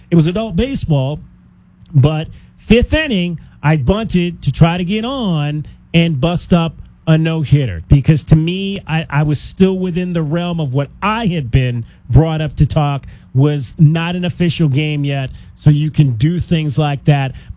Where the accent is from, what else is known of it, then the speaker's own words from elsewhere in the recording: Cleveland, Ohio, United States; I'm from Cleveland.